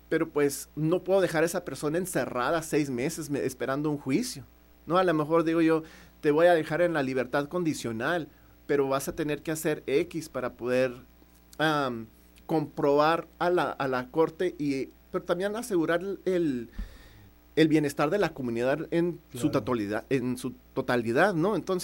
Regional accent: Nogales, Sonora, Mexico; moved away as an adult; regreso a mi pueblo, a mi pueblo natal

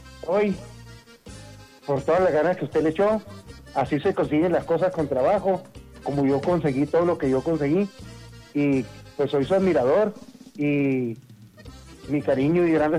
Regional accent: Carbó, Sonora, Mexico; also born or lived in Querobabi, Sonora; nací en el pueblo de Carbó, Sonora, al cual amo y quiero con todo mi corazón.

